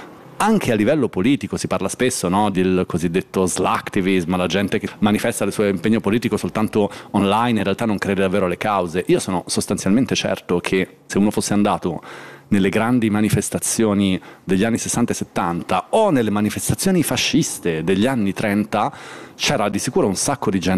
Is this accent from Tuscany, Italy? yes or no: no; Milan, Lombardy, Italy; born or raised there